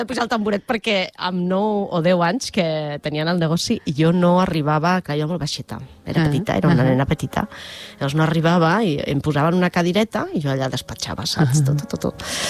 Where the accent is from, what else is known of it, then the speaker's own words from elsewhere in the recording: Terrassa, Catalonia, Spain; born there; jo vaig néixer a Terrassa, soc terrassenca, fa gairebé ja, aviat 51 anys, ni més ni menys.